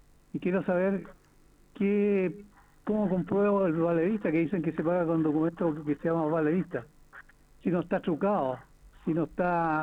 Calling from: Viña del Mar, Valparaíso, Chile; De Santa Inés, Viña del Mar.

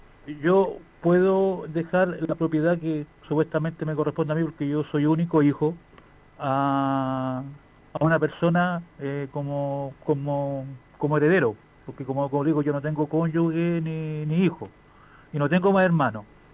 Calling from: Chile; De la parte alta de Villamar de Aguasanta.

